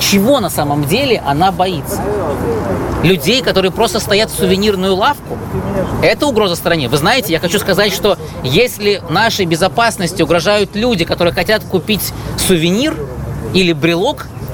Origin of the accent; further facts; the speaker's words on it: Belarus; а мы, белорусы, все-таки не избалованные демократией